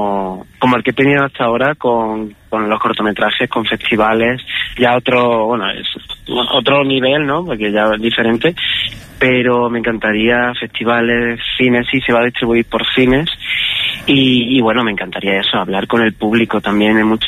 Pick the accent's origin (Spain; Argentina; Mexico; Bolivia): Spain; Lucena, Andalusia; also born or lived in Málaga; Yo soy de Lucena, de Córdoba, pero me siento muy malagueño. Estudié en Málaga, además